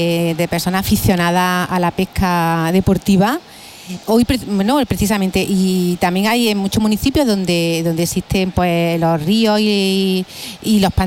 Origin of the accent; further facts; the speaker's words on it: Lopera, Andalusia, Spain; en mi pueblo, por ejemplo, un pueblo de pequeño como El Ópera